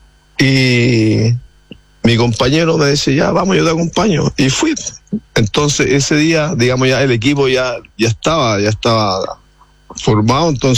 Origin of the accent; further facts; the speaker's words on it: Santiago, Santiago Metropolitan Region, Chile; cuando chico estaba en el Santa Laura, se jugaba los martes del ascenso y yo vivía cerca del estadio de Santa Laura y en Nueva de Mate hacia abajo, el Mirador Viejo.